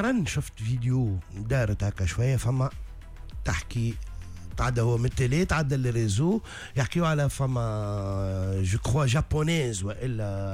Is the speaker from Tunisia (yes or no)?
yes; Tunisia